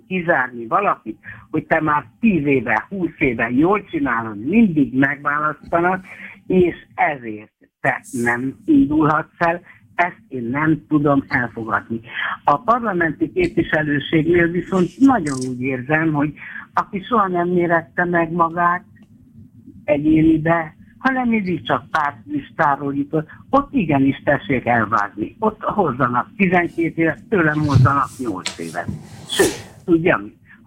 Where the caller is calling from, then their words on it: Kaposvár, Somogy, Hungary; én kaposvári vagyok